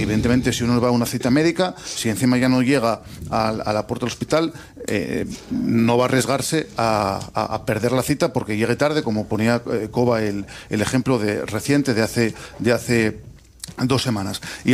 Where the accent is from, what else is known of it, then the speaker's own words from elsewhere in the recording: Asturias, Spain; Yo soy de la Viana.